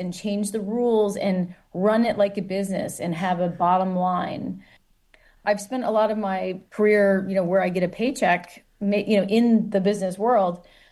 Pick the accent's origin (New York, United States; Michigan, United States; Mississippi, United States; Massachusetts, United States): Michigan, United States; growing up in Michigan, I was born in 1979, grew up in the 80s. It was a union place.